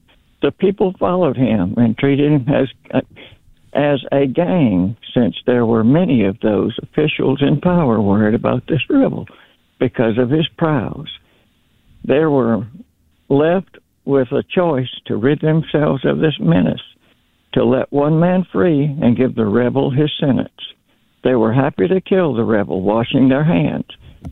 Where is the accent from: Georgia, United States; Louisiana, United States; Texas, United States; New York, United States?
Louisiana, United States; New Orleans; born or raised there; also born or lived in Mississippi; now in Tennessee, United States